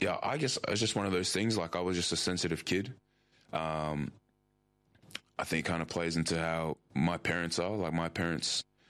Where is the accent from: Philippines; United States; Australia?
Australia; Mullaloo, Western Australia; Yeah, I grew up in Mullaloo, like Dunlop. And I've lived there. I still live there now. I'm still in my family home at the moment with my parents.